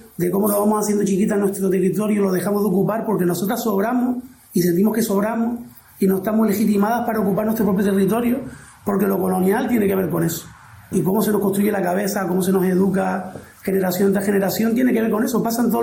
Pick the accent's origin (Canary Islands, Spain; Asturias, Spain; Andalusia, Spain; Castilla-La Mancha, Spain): Canary Islands, Spain; clara por qué papel ocupamos la población canaria históricamente en nuestro propio territorio.